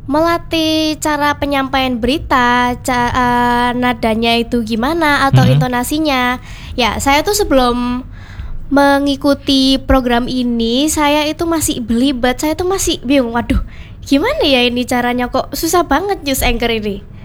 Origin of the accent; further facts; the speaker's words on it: Sidoarjo, East Java, Indonesia; Oh, kalau aku ini arek Sidoarjo, Cak.